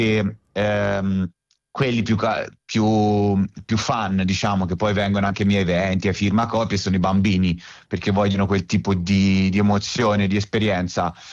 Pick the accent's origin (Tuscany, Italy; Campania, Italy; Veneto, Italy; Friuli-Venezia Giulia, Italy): Tuscany, Italy; cioè io chiamo babbo, sono toscano